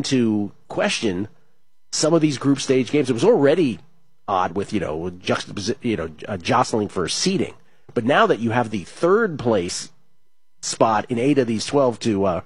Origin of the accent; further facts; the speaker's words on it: New York, United States; As a New Yorker, the only thing I could compare this to was Mookie Wilson hitting the ball past Bill Buckner in 86.